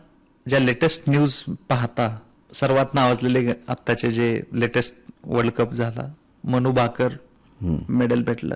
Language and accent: Marathi; Dharashiv district, Maharashtra, India; मी या जिल्ह्यातला आहे